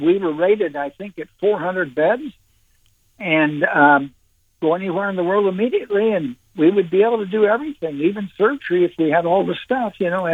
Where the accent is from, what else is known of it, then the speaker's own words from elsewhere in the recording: Iowa, United States; I'm 82, retired physician surgeon, lived my whole life in Iowa.